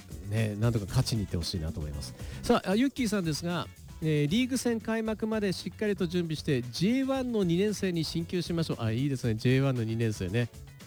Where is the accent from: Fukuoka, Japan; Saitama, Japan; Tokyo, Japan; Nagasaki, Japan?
Tokyo, Japan; 私も東京都民なんですけど